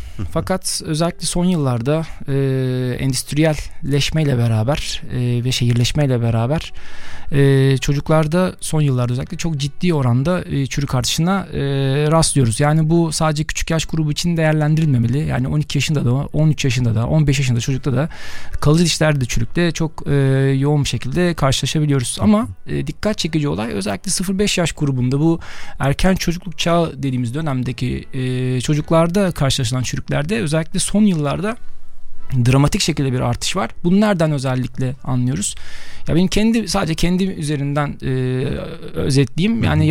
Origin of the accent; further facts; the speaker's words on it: Ankara, Turkey; born there; moved away as an adult; also born or lived in Zonguldak; now in Eskişehir, Turkey; 1983 yılında Ankara'da doğdum. 2006 yılında lisansımı yine Ankara Üniversitesi'nde tamamladım.